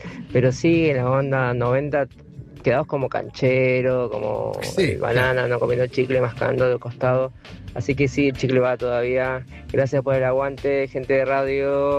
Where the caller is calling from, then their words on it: Neuquén, Argentina; de Neuquén